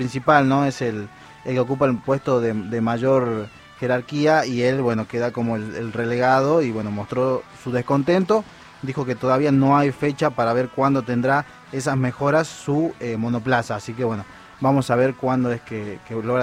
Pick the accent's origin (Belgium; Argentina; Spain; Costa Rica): Argentina; Uno como argentino con la ilusión de verlo bien parado a Colapinto, que es nuestro representante